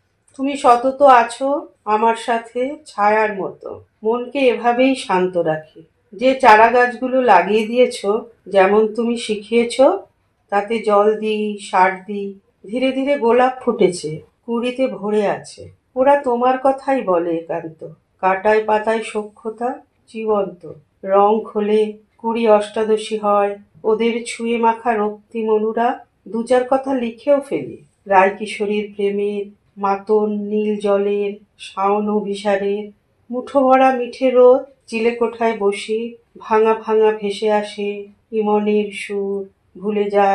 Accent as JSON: {"language": "Bangla", "town": "Kolkata", "region": "West Bengal", "country": "India", "tie": "born or raised there", "said": "আমি উত্তর কলকাতায় শোভাবাজারে বড় হয়েছি, পড়াশোনা বলো যাই সেখানেই হয়েছে, কিন্তু আমার মামার বাড়িটি রানাঘাটে।"}